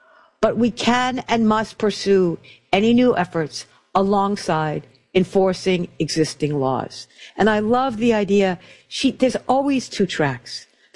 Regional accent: Brooklyn, New York, United States; born there; I was born in Bay Ridge. And and where I was born in Bay Ridge, and I'm an old lady, so where I was born in Bay Ridge, there were more Norwegians than in Oslo, Norway.

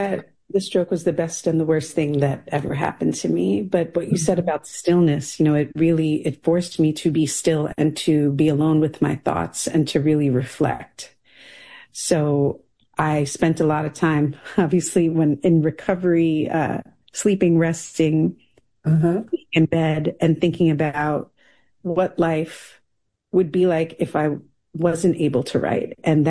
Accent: New York City, New York, United States; also born or lived in Grenada; the daughter of a Grenadian man and an Italian-American woman. I grew up in New York City, but Grenada has always been my second home.

